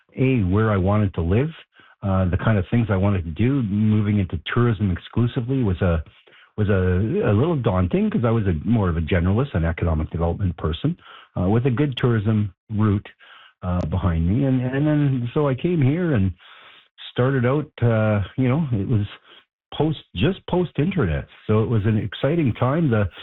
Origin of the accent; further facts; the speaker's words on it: Winnipeg, Manitoba, Canada; moved away as an adult; also born or lived in Kenora; now in Northwestern Ontario, Canada; I grew up in Winnipeg. So it wasn't that far away.